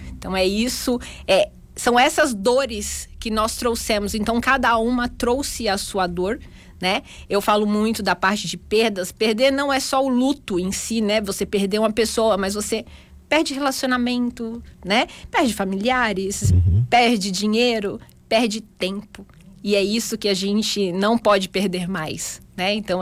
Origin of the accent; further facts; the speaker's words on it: São Paulo, Brazil; now in Garibaldi, Brazil; Eu venho de São Paulo, então chegar em Garibaldi, ser uhum, essa cidade tranquila